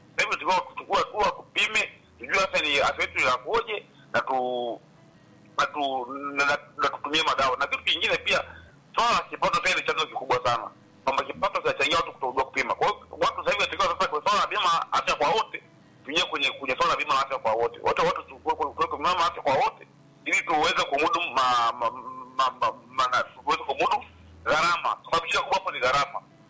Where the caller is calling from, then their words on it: Bunda, Mara, Tanzania; mimi ni kutoka Panza shule ya Bunda hapa.